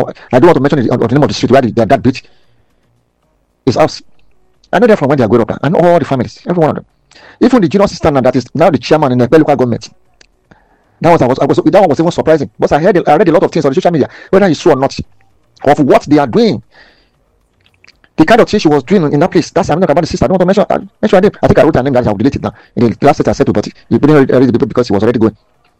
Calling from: Lagos, Nigeria; I'm from Lagos.

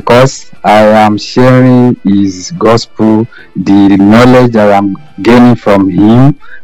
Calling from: Port Elizabeth, Eastern Cape, South Africa; I'm calling from Port Elizabeth.

